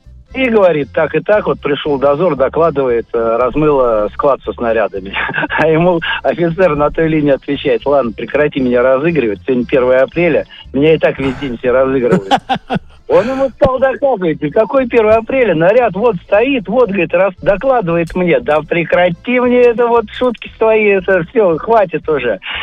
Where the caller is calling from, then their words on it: Moscow, Russia; Я звоню из Москвы.